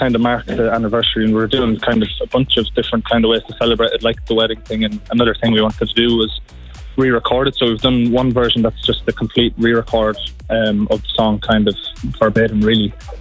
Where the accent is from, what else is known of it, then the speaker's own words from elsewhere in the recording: Athy, Kildare, Ireland; we're from Athy in Kildare.